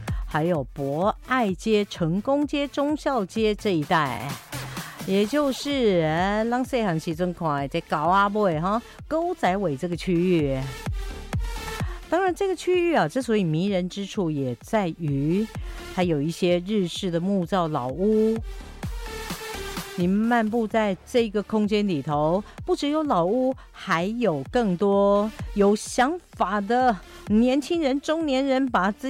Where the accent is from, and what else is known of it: Hualien, Hualien County, Taiwan; born or raised there